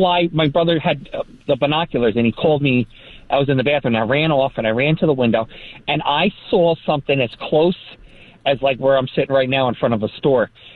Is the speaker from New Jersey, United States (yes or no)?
yes; Carlstadt, New Jersey, United States; now in Garfield, United States; Right now I'm in Garfield, but I'm from Carlstadt.